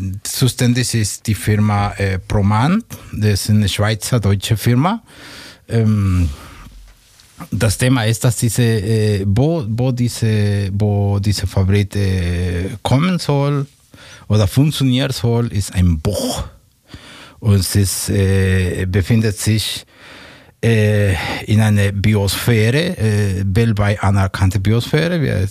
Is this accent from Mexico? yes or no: yes; Mexico; German is a second language; Ich bin Mexikaner.